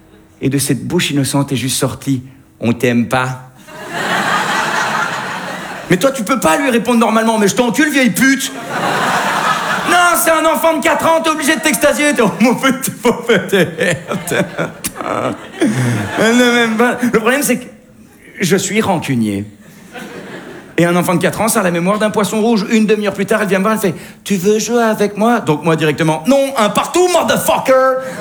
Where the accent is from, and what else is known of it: Belgium